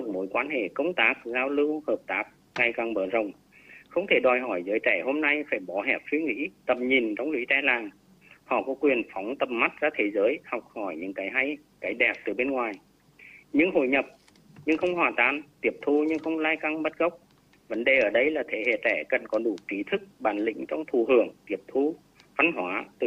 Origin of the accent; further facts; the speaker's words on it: Hà Tĩnh, Vietnam; Ở xã quê tôi, một xã nông thôn mới của tỉnh Hà Tĩnh